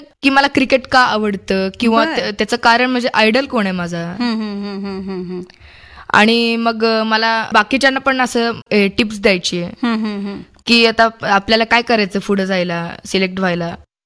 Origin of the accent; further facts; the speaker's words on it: Hyderabad, Telangana, India; also born or lived in Kolhapur; मी actually माझ्या बाबांना म्हणजे तिकडं जॉब होता, त्यामुळे मी तिकडे गेलो आणि मी नर्सरीपासून मी तिकडेच होतो.